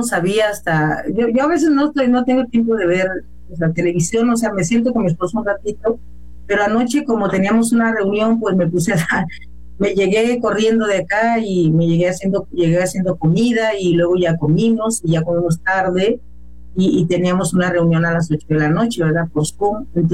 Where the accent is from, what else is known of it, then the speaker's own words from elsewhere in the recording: Los Mochis, Sinaloa, Mexico; moved away; el lugar donde yo nací y donde yo pasé pues niñez y mi adolescencia. Así es que bendecimos a los mochis